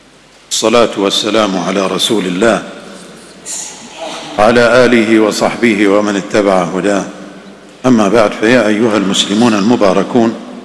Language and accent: Arabic; Bahrain